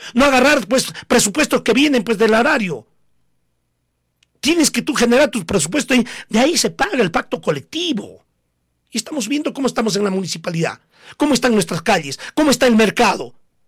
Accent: Coracora, Ayacucho, Peru

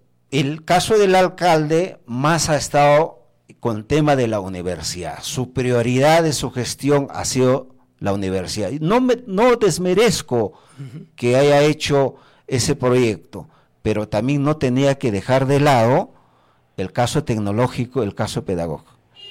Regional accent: Ayacucho, Peru; ¿No somos nosotros ayacuchanos?

